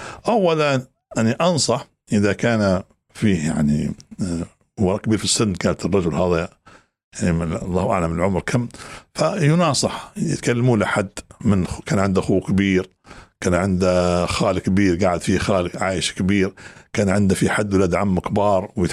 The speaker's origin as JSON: {"language": "Arabic", "country": "Libya", "said": "في مجتمع احنا عايشين في ليبيا"}